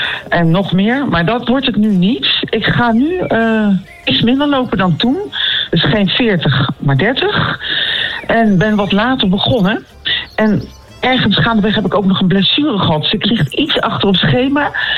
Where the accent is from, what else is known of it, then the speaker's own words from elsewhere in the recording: Nijmegen, Gelderland, Netherlands; born there; moved away; ik ben deels opgegroeid in Nijmegen.